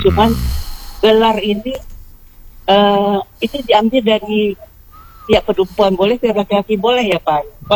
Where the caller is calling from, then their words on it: Padang, West Sumatra, Indonesia; Saya sekarang ada di Padang. Karena saya kuliah di Padang. Terus saya mencoba tinggal di sini.